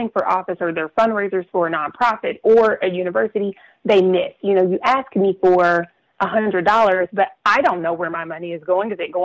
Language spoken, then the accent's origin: English; Arkansas, United States; So my twin sister and I, we are from Arkansas